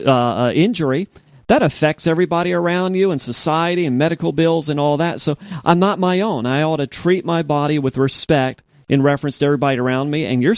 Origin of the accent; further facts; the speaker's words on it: Louisiana, United States; Especially like me, I grew up in Louisiana. We ate a lot of things that came out of the water.